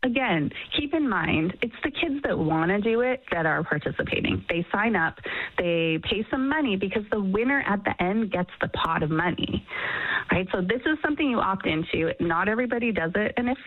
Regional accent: Leduc, Alberta, Canada; You know, if you lived maybe in a small town, I grew up in Leduc, Alberta, it would have been easier

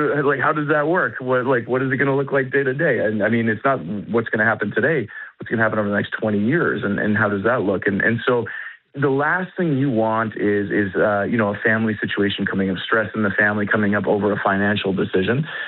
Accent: Canada; one of the nice benefits of being Canadian is

